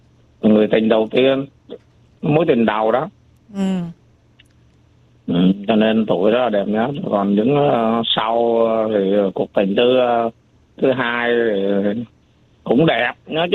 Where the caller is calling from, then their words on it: Ho Chi Minh City, Vietnam; mình cũng người Sài Gòn rồi.